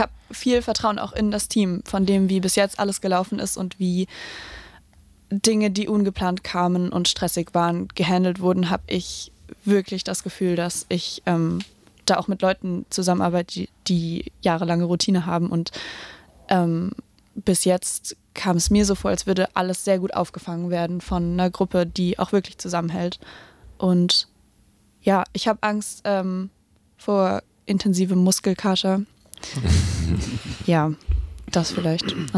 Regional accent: Tübingen, Baden-Württemberg, Germany; Ich komme aus Tübingen

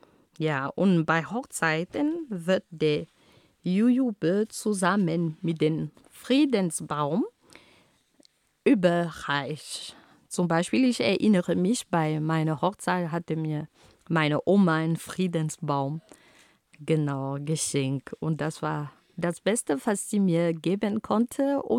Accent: Cameroon; first language Ghomala; German is a second language; In meiner Heimat Kamerun reißt dieser Baum Pfeken oder Pfeken, je nach Region oder Sprache. Also meine Muttersprache lautet Homala.

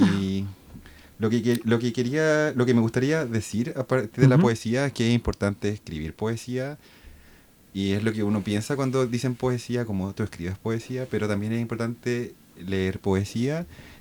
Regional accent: Santiago, Santiago Metropolitan Region, Chile; moved away as an adult; now in Tübingen, Germany; yo vengo de Santiago, Santiago de Chile. Llegué hace 2 años y medio acá a trabajar en mi tesis de doctorado en la clínica en Tübingen.

